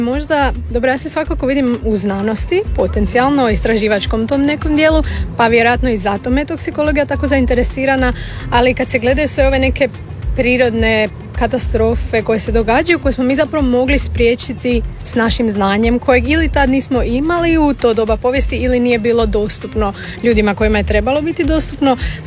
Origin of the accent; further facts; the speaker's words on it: Rijeka, Primorje-Gorski Kotar County, Croatia; ja sam iz Rijeke, pa kao malo više moru naginjem